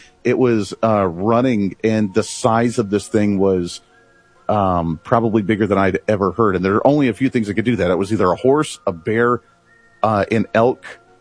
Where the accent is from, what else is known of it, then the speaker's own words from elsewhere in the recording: Bailey, Colorado, United States; Look, the town that I grew up in Bailey, Colorado, we had the number one most amount of Bigfoot sightings in all the state of Colorado.